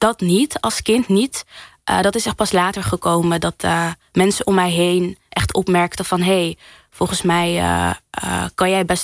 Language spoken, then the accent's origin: Dutch; Morocco; En dat heeft ook wel echt een beetje te maken met de Marokkaanse cultuur waar ik vandaan kom, waarin er heel veel gedaan wordt aan verhalen vertellen.